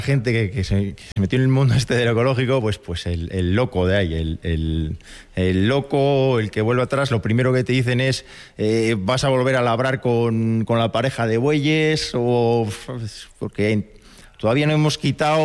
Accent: Villallano, Castile and León, Spain; also born or lived in Salamanca / Burgos; soy de Villallano, un pueblecito de la montaña palentina de unos 40 habitantes. Mis 4 abuelos, mis padres y yo somos agricultores en ese pueblo.

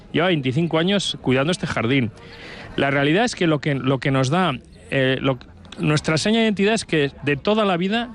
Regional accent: Navarre, Spain; moved away as an adult; yo soy navarro, he trabajado toda mi vida en Navarra

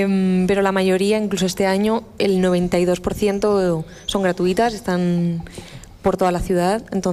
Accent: Elche, Valencian Community, Spain; yo que soy de Elche, de Valladolid es una ciudad donde la gente te recibe con los brazos abiertos

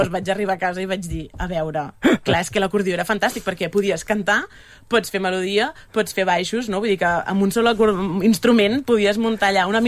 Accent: Cambrils, Catalonia, Spain

